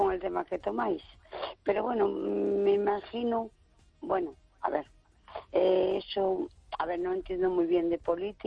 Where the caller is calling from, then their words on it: A Coruña, Galicia, Spain; de Coruña.